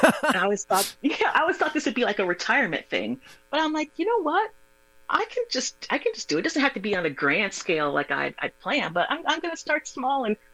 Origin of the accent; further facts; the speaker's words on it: Milwaukee, Wisconsin, United States; I grew up here in Milwaukee, Wisconsin.